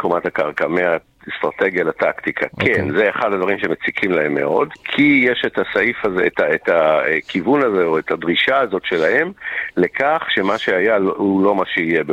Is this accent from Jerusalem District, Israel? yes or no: yes; Jerusalem, Jerusalem District, Israel; accent: Katamonim and American; also born or lived in United States; אני, יש לי מבטא גם של הקטמונים וגם של אמריקה.